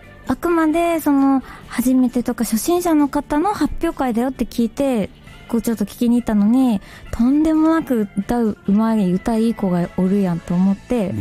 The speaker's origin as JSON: {"language": "Japanese", "region": "Hokuriku", "country": "Japan", "tie": "born or raised there", "said": "はいはい、北陸地方なんですけど、うん、結構田舎で、"}